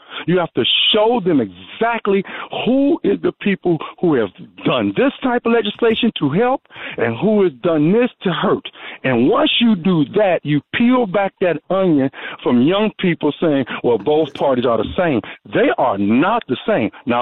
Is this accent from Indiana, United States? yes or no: yes; Gary, Indiana, United States; Well, if your district is like mine, I'm from Gary.